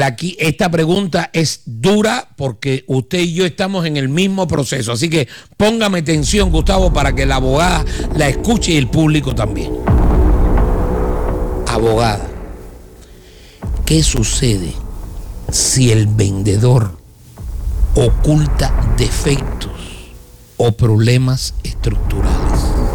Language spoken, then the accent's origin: Spanish; Cuba; ¿sabes cómo somos los cubanos?